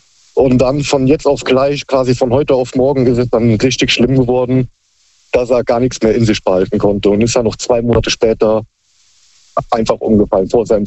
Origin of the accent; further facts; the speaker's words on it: Rhineland-Palatinate, Germany; Ich komme aus dem Raum Koblenz.